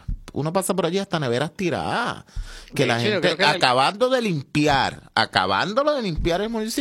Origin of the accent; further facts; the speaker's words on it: Aguadilla, Puerto Rico; Yo soy de Camasey